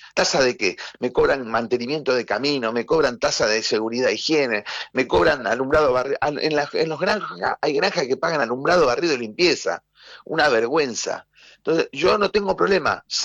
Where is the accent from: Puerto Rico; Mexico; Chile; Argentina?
Argentina; Marcos Paz, Buenos Aires Province; Yo en Marco Paz, que soy de Marco Paz, prácticamente hoy son muy pocos los que siembran maíz.